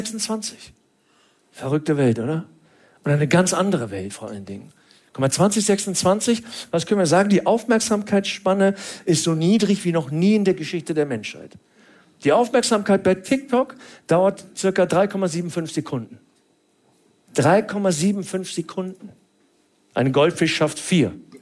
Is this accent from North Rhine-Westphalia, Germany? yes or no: yes; Cologne, North Rhine-Westphalia, Germany; ich bin gebürtig aus Köln.